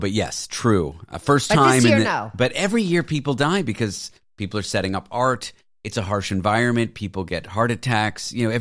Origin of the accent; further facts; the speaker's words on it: Canada; now in United States; The show airs in Canada. I'm Canadian.